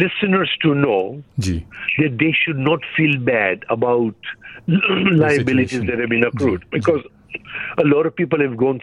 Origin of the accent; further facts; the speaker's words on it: Tanzania; moved away; you can say I grew up in a British ruled type country. I'm actually, you'll be surprised if I tell you, I'm from East Africa. I'm from Tanzania.